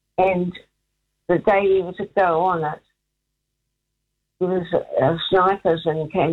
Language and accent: English; Wellington, New Zealand; moved away; I'm originally a Wellington girl